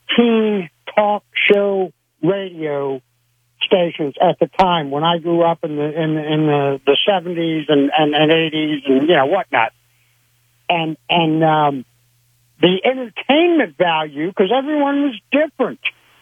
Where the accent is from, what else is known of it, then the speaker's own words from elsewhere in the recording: Broward and Dade County, Florida, United States; I grew up in Broward and Dade County